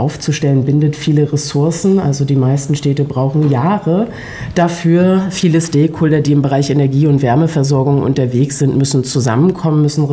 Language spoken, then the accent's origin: German; Rostock, Mecklenburg-Vorpommern, Germany; Meine Heimatstadt, die Hans- und Universitätsstadt Rostock, gehört mit dazu.